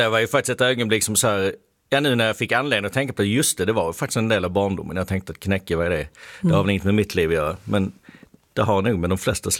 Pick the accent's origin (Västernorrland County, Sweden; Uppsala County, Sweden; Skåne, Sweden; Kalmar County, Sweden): Skåne, Sweden; Jag kommer från Skåne